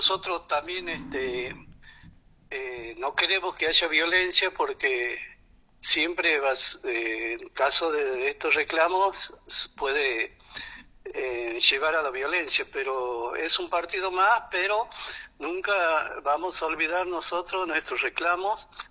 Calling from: Santiago del Estero, Argentina; volver a Santiago, y bueno, y especialmente para ver el... Ojalá pueda ver el partido ayer en mi pueblo

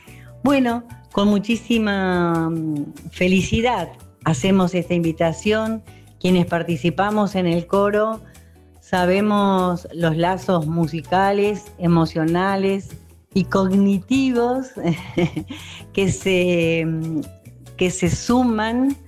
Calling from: Caseros, Argentina

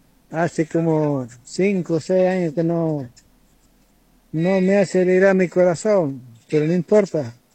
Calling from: Santiago del Estero, Argentina; como buen santiagueño.

